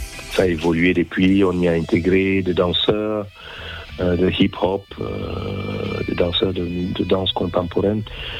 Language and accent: French; Cameroon; moved away; Je pense que ça vient de mon enfance au Cameroun.